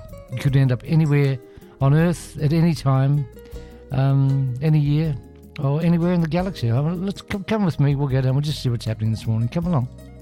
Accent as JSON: {"language": "English", "town": "Melbourne", "region": "Victoria", "country": "Australia", "tie": "born or raised there", "said": "I grew up in Melbourne"}